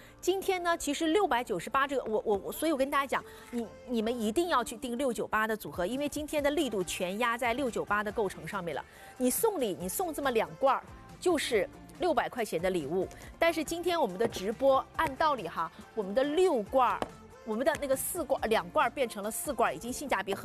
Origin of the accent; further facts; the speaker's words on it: Jiangxi, China; 我是江西人，我是特别爱吃辣的